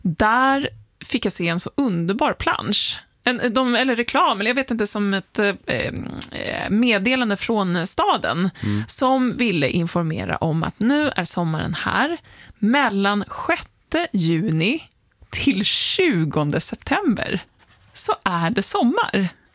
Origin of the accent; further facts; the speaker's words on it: Sweden; Som svenskar så tycker jag det är helt otroligt att vi inte har kommit på ett så här organiserat system.